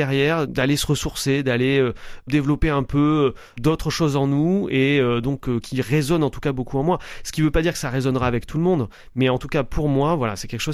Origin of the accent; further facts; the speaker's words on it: Occitanie, France; now in Montpellier, France; je suis né à Montpellier même, à la clinique Clémentville exactement. J'ai pas vécu longtemps à Montpellier quand j'étais jeune, puisque j'ai pas vécu pas très très loin, hein, 2h30 exactement de route sur le Cosméjan, donc en Lozère, dans un territoire très sauvage, entouré de moutons et de vautours.